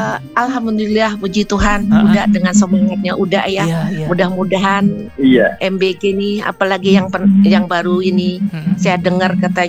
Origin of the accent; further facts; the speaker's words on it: Padang, West Sumatra, Indonesia; Ya, dan jangan lupa dengan masakan kita orang Padang.